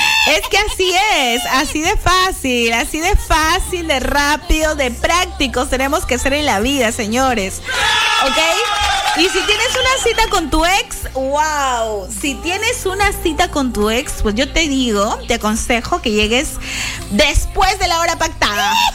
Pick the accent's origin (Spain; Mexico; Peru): Peru; somos peruanos